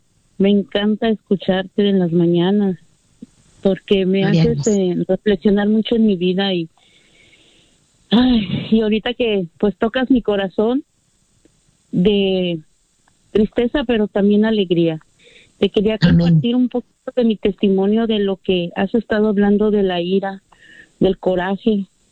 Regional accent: Guadalajara, Jalisco, Mexico; Crecí con una familia muy disfuncional, soy de Guadalajara, uh-huh.

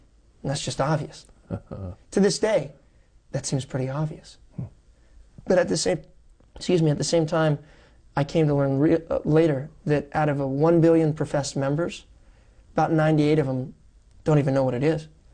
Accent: Columbus, Ohio, United States; Yes, I was born and raised in Columbus, Ohio.

